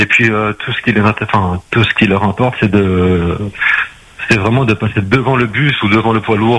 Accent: Île-de-France, France; Ah, moi, je suis né en métropole, en Île-de-France, et j'ai toujours vécu.

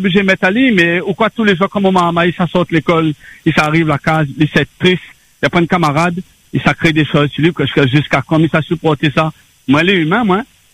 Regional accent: Saint-Paul, Réunion; moi, je suis natif de Boucan.

